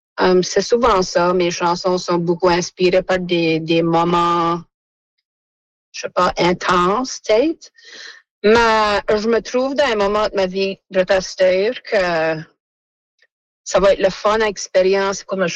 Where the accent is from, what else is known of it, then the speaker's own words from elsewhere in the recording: Acadia, Canada; mon Acadie